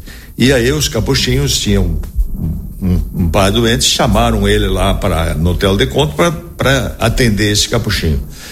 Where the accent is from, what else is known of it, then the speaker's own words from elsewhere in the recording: Marau, Rio Grande do Sul, Brazil; Maroense. Nasci em Marau no dia 29/11/53.